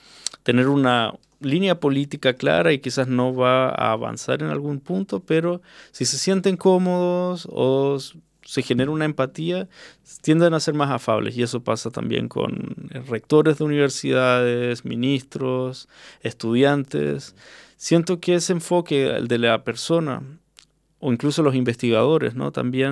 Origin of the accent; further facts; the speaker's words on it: Chile; cosas que yo hacía como chileno, que eran para mí normales, estándar, me di cuenta que en realidad es muy de chileno